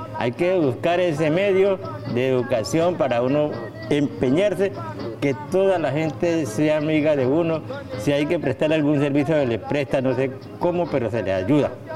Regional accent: Arauquita, Arauca, Colombia; moved away as an adult; also born or lived in Santander

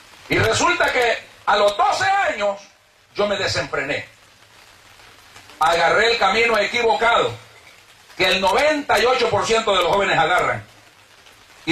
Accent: La Unión, El Salvador; also born or lived in Namasigüe, Choluteca, Honduras; De tierna edad yo quedé con mis abuelos en El Salvador. Yo me crecí en El Salvador.

